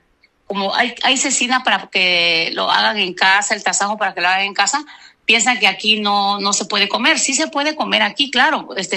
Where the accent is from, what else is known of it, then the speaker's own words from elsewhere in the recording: Oaxaca, Mexico; moved away; del estado de Oaxaca, lo que es mi pueblo